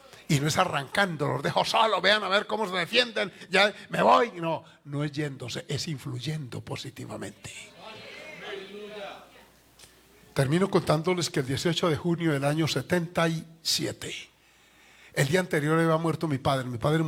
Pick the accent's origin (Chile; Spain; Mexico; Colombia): Colombia; Medellín, Antioquia; que si tengo familia en Medellín, también tengo familia porque ese es mi origen.